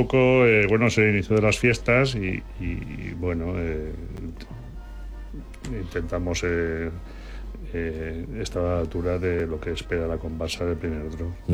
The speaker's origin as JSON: {"language": "Spanish", "town": "Valencia", "region": "Valencian Community", "country": "Spain", "tie": "born or raised there", "moved": "as an adult", "lives_now": "Ontinyent, Spain", "said": "yo como me he criado sobre Valencia"}